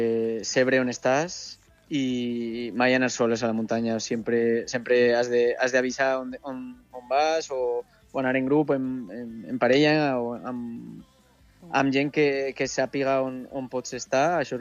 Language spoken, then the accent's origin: Catalan; Jaca, Aragon, Spain